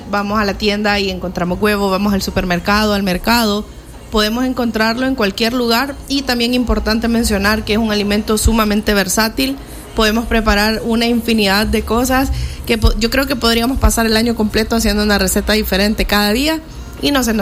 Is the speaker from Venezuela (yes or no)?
no; El Salvador; como salvadoreños tenemos que vivir con huevos.